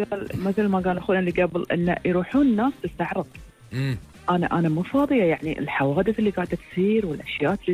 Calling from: Qatar

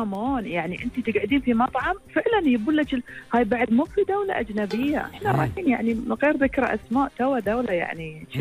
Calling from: Qatar

